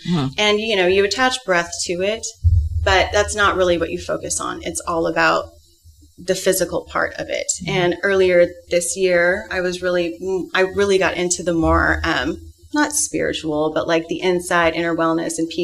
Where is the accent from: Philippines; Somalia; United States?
Philippines; And, you know, and I'm not, I'm Filipino, so mm-hmm.